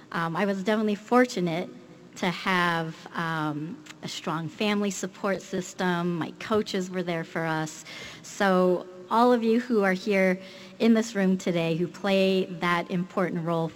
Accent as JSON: {"language": "English", "area": "Bay Area", "region": "California", "country": "United States", "tie": "born or raised there", "said": "I also grew up here in the Bay Area"}